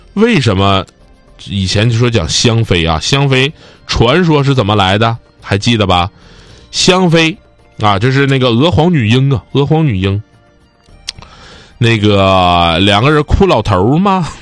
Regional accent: Northeast China, China; accent: Northeastern (Dongbei) dialect; 我们东北话

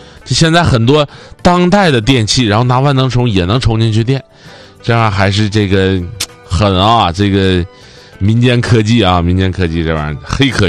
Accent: Northeast China, China; accent: Northeastern Mandarin; 我们东北话

